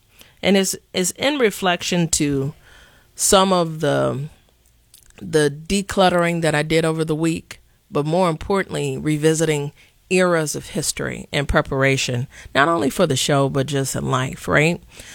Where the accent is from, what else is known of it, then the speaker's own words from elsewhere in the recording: Chicago, Illinois, United States; pissed off as a Chicagoan